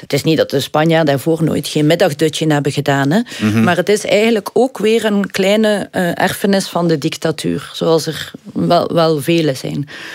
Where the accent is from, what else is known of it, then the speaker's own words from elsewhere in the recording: Flanders, Belgium; moved away as an adult; now in Barcelona, Spain; Komen mijn Vlaamse, Belgische trekjes naar boven.